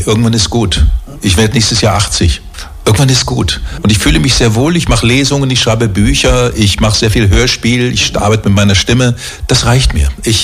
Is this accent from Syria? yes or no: no; Germany; now in Austria